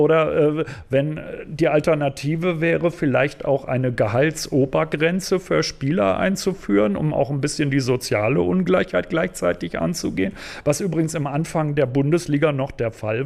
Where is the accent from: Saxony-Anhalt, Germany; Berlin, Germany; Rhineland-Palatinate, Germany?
Berlin, Germany; Also ich bin selber aus Berlin